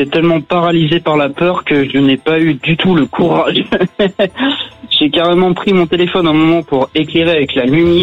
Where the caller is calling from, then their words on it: Montbert, Pays de la Loire, France; je viens de Montbert. C'est une petite ville qui est au sud de Nantes, à 30 minutes de Nantes.